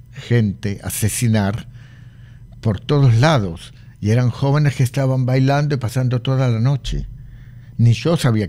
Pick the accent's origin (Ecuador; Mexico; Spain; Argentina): Argentina; ¿Y qué respondimos? Argentinos, argentinos